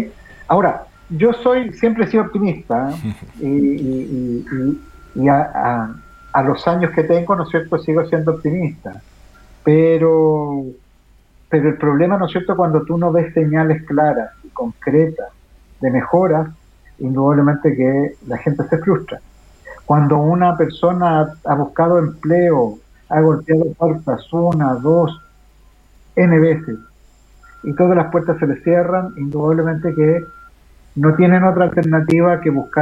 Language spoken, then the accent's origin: Spanish; Chile; como chilena y chileno.